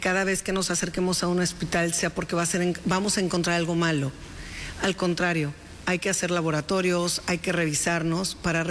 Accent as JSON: {"language": "Spanish", "region": "Yucatán", "country": "Mexico", "said": "toda la comunidad que vivimos y que somos yucatecos."}